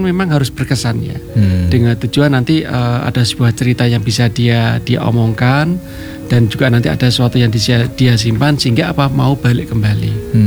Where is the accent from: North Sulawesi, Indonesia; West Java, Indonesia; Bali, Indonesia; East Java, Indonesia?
East Java, Indonesia; now in Yogyakarta, Indonesia; terus terang kalau awal mula kan saya dari Jawa Timur, misalkan datang ke Jogja memang tidak cocok dengan gudeg yang semanis itu ya.